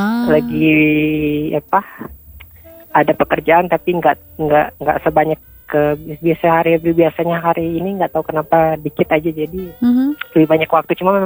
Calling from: Minahasa, North Sulawesi, Indonesia; kalau aku Minahasa

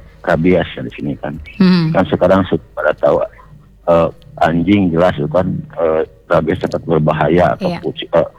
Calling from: Bandung, West Java, Indonesia; tepatnya di Kabupaten Bandung Timur.

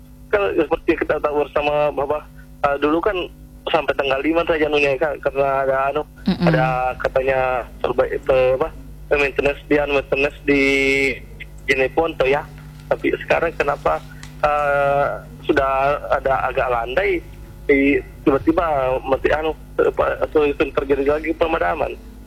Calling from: Bone, South Sulawesi, Indonesia

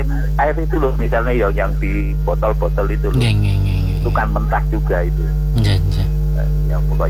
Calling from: Borobudur, Central Java, Indonesia; Kalau di daerah saya itu daerah Borobudur yang kering

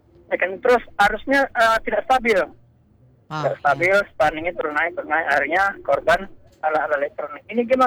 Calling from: Teluk Kuantan, Riau, Indonesia

